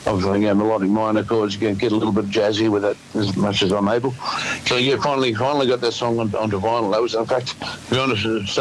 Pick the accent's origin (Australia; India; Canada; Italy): Australia; Alice Springs, Northern Territory; I was born and raised in Alice Springs, mm-hmm. and always maintained friendships there.